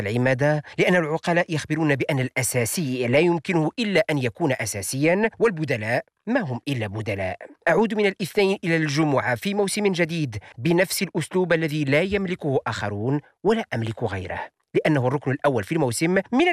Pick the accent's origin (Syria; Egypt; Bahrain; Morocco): Morocco; هذا الفيلم صور الجزء الأكبر منه عندنا في المغرب